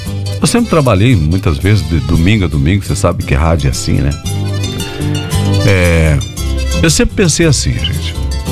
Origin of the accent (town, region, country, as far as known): Brazil